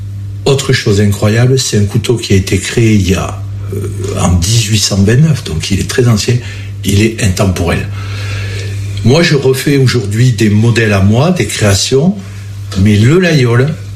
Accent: Laguiole, Occitanie, France; born there; moi je suis l'Aïeulé, je suis né à l'Aïeul. Je suis né à l'Aïeul.

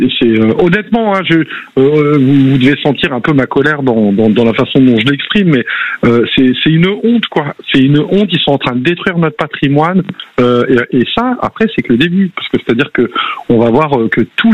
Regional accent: Bordeaux, Nouvelle-Aquitaine, France; Bah moi je suis bordelais, je peux vous dire déjà que hier il y avait une espèce de brume dans Bordeaux

